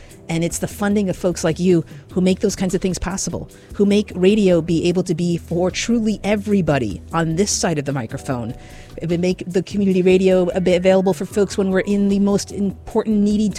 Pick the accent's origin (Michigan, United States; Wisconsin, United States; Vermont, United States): Vermont, United States; Barre; since I was a teenager growing up in Barrie City.